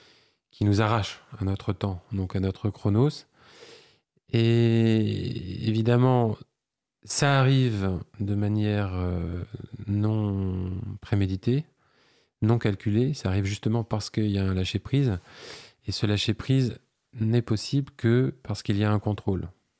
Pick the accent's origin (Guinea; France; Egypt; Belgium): Egypt; Cairo, Cairo Governorate; moved away; j'ai passé mon enfance au Caire